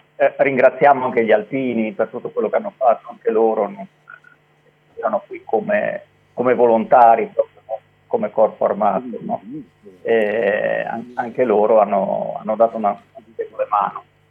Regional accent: Friuli-Venezia Giulia, Italy; io sono friulano.

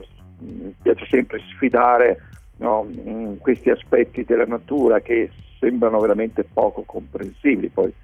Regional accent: Venice, Veneto, Italy; Io sono cresciuto a Venezia, e quindi...

